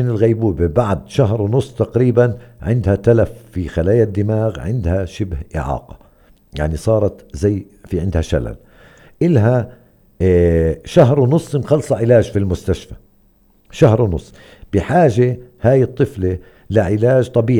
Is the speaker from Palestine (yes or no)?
yes; Hebron, West Bank, Palestine